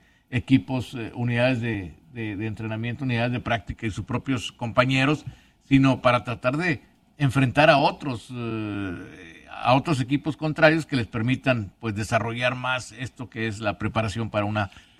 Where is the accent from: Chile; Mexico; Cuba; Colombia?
Mexico; ¿Por qué si todos somos mexicanos y podemos unirnos todos para tener un mejor México?